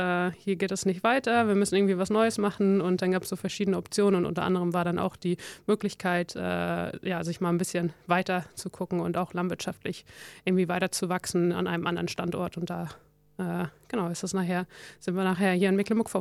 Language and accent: German; Netherlands; German is a second language; also ich komme ja ursprünglich aus den Niederlanden, habe dann aber gedacht, nee, das bin ich jetzt so lange raus